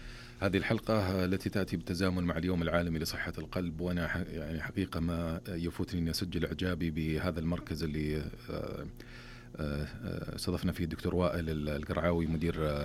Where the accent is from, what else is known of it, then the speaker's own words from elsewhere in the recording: Saudi Arabia; نحن يعني ولله الحمد يعني بالمملكة